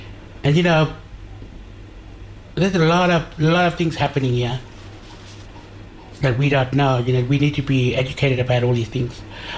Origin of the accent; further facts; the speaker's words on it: Tiwi Islands, Northern Territory, Australia; I come from the Tiwi Islands, and I'm Walpri Mix Macharat Almajirit Kurinji Ngaran.